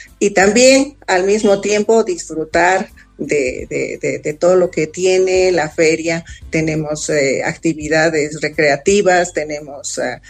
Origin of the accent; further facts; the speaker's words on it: La Paz, Bolivia; Sin embargo, como todo paceño, tenemos la esperanza